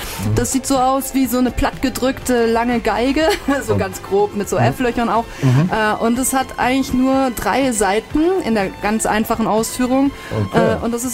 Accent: Gönningen, Baden-Württemberg, Germany; moved away; also born or lived in Mannheim; Ich komme aus einem Dorf, aus dem Dorf Gönningen bei Reutlingen, bei Tübingen, genau. Schwäbische Alb, am Fuße von 2 wunderschönen Bergen. Das eine ist der Rossberg mit dem Turm und das andere der Stöffelberg mit der Stöffelburg-Ruine.

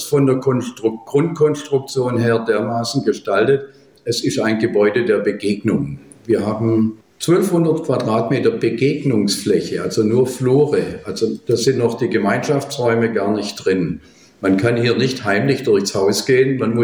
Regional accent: Swabia, Germany; now in Berlin, Germany; Und ich als Schwabe kam dann auf die Idee, da müssen wir einen Verein gründen.

